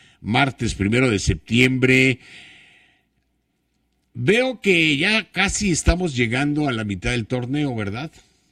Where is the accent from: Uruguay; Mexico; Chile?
Mexico; Pocos somos los mexicanos que patriotas realmente somos patriotas.